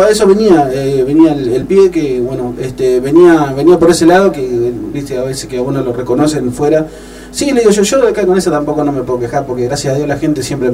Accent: General Conesa, Argentina; somos de acá de General Conesa, de este pueblo tan chiquito, pero bueno, con un corazón gigante

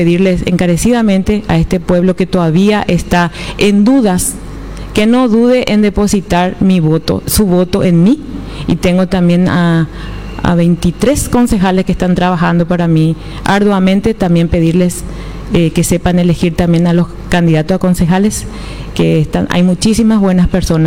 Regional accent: Nueva Alborada, Itapúa, Paraguay; mi pueblo, mi querido pueblo Nueva Alborada, nacida, criada o malcriada ahí, pero estoy ahí.

